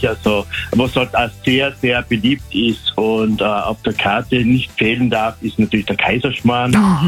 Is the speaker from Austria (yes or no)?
yes; Austria; now in Fritzlar, Germany; Als Österreicher muss man das können, eigentlich das Wiener Schnitzel.